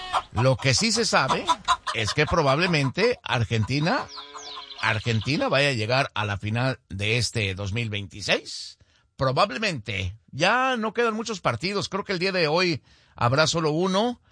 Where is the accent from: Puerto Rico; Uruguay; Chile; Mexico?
Mexico; tanto usted como muchos mexicanos, yo, soñamos con que México obtenga un mundial